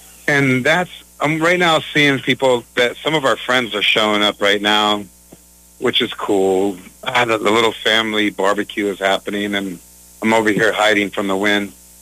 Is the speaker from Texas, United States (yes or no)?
no; California, United States; moved away as an adult; also born or lived in Riverside, California / Pittsburg, California; now in Vallejo, United States; I am proud to live at a waterfront city. My whole life, because I grew up at the Orange County coastline, it was, I want to live by the water. And I got to do that when I moved to Pittsburgh from Riverside, California over 20 years ago.